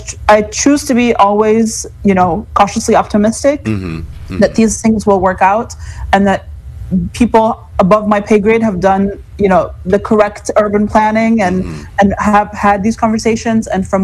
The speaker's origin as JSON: {"language": "English", "town": "Chicago", "region": "Illinois", "country": "United States"}